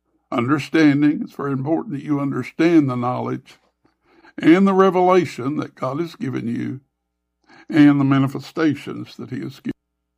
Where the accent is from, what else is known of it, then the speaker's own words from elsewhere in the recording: Kentucky, United States; moved away as an adult; now in Western Kentucky, United States; since I've been in Western Kentucky. Now, I come from Eastern and South Central Kentucky.